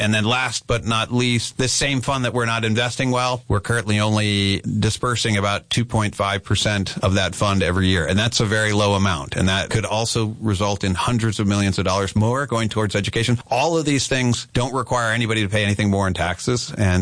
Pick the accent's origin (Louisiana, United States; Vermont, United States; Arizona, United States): Arizona, United States; Tucson; now in Phoenix, United States; My dad grew up in Superior, Arizona. I have a lot of family who live in rural areas. I grew up in Tucson. I live in Phoenix now.